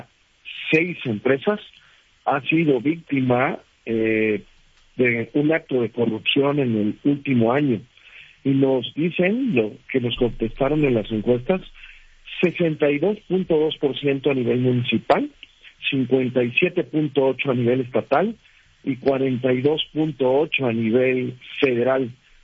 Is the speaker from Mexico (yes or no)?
yes; Mexico